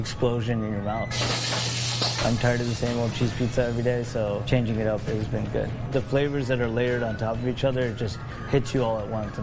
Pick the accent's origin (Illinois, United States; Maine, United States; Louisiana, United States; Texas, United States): Illinois, United States; Chicago; born there; also born or lived in India; My family's an immigrant family. They came here from India. I was born here in Chicago. I lived in India for about 4 years with my grandmother.